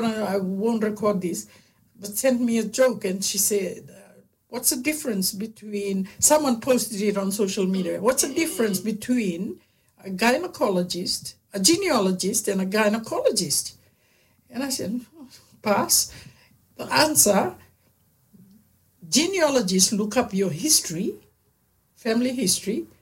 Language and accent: English; Vuna, Northern Division, Fiji; I'm from Vuna, Vuna district, and Gamea Island, we are Tawu and Ngau, people from Ngau, you know, the Lomaiviti.